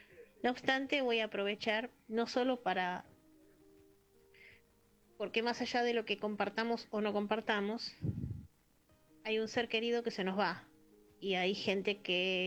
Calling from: Caballito, Buenos Aires, Argentina

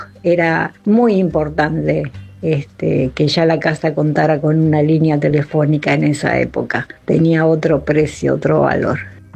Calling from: Morón, Buenos Aires Province, Argentina

